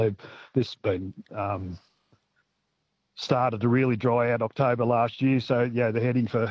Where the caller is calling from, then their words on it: Glen Innes, New South Wales, Australia; No, I'm calling you from Glen Innes this morning, and we've got 18 trucks up here